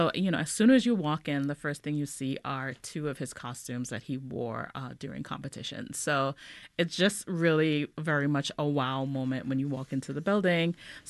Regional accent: Trinidad & Tobago; And I think for every child growing up in Trinidad, you know, we remember this.

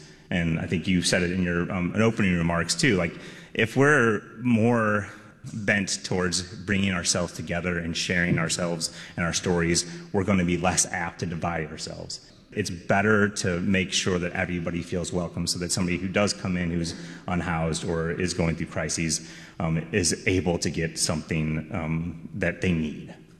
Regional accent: St. Louis, Missouri, United States; I grew up in a restaurant, which helped a lot. I am from St. Louis, Missouri. I was born and raised

